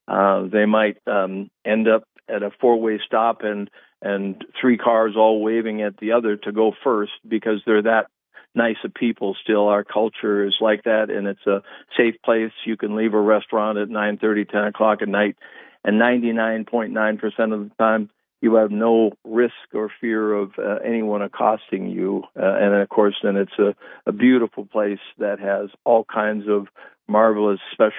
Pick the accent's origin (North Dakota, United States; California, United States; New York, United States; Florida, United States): North Dakota, United States; Tioga; My hometown of Tioga, has three or four brand new facilities